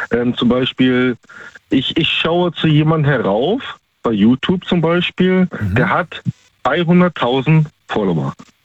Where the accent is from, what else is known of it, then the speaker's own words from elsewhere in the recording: Baltic coast, Germany; Ich bin ursprünglich aus der Ostsee, da oben die Ecke. Ne? Mhm. Arbeite aktuell in Baden-Württemberg.